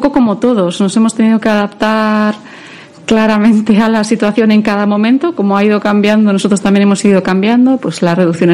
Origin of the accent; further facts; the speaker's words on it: San Sebastián, Basque Country, Spain; yo soy de Donosti.